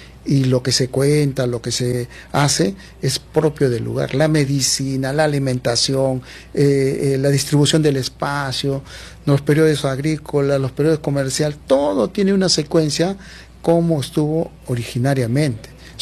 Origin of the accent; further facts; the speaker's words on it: Chosica, Lima, Peru; yo no nací en el sur, ¿no? Yo soy de acá del centro, yo nací en Chosica y vivo en Chosica, pero he tenido la oportunidad siempre, en toda mi vida, de estar siempre